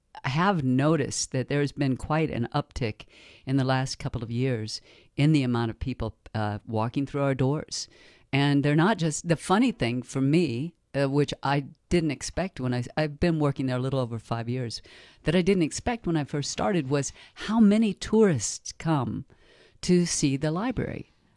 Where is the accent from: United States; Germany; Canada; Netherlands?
United States; Durango, Colorado; I'm from Durango, so I think mostly about Durango.